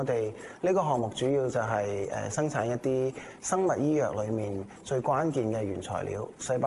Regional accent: Hong Kong; moved away as an adult; now in Zhongshan, China; 我來自香港，

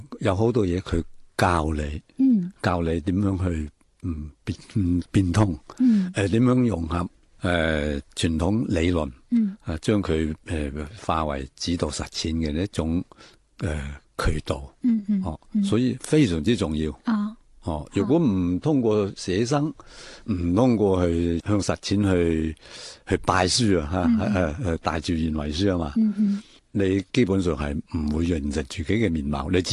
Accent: Foshan, Guangdong, China; 本来我就系岭南水乡嘅土生土长嘅，系一员。

